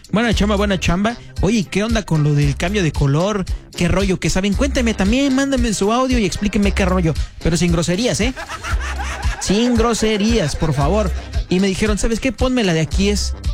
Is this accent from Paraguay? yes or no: no; Mexico; somos mexicanos y sobre todo somos rogones.